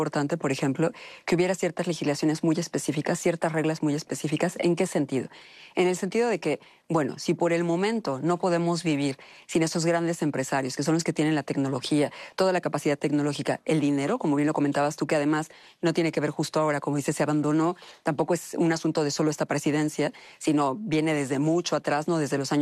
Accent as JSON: {"language": "Spanish", "region": "Tamaulipas", "country": "Mexico", "tie": "born or raised there", "said": "Una de ellas, pues yo nací en Tamaulipas, soy de allá. Entonces, cada vez que voy a Tamaulipas, sobre todo a la zona de Madero"}